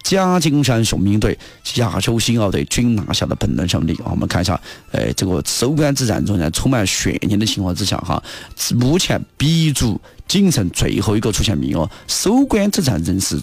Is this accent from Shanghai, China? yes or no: no; Ya'an, Sichuan, China; 生在这样的一个茶香古里当中哈。我的家乡在茶香古里